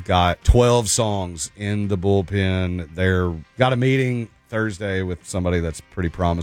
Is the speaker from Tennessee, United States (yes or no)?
yes; Hendersonville, Tennessee, United States; now in Cheatham County, United States; We live out in Cheatham County now, but we're on about 8 acres out there. And I mean, I was born and raised in Hendersonville.